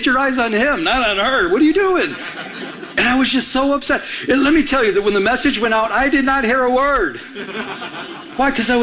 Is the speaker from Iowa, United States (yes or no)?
no; Michigan, United States; moved away; I'm from Michigan.